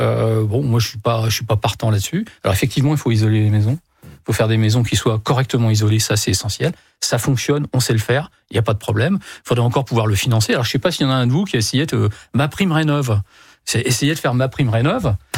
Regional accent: Hauts-de-France, France; Moi, je viens de la Somme. La Somme, c'est un département, c'est celui où il y a le plus d'éoliennes en France.

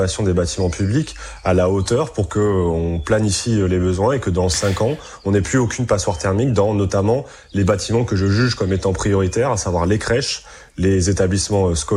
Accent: Hauts-de-France, France; On a des endroits plus ruraux, je pense chez moi en Picardie, dans la Somme

